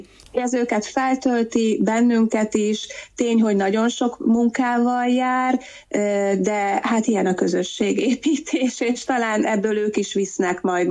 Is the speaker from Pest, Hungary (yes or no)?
no; Tiszakécska, Bács-Kiskun, Hungary; én is egy Tiszakécska szülővárosom